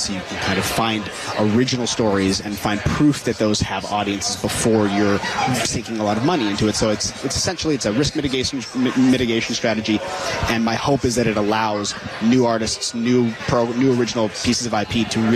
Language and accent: English; Vancouver, British Columbia, Canada; It's really when I grew up in Canada. I'm from Vancouver, Canada.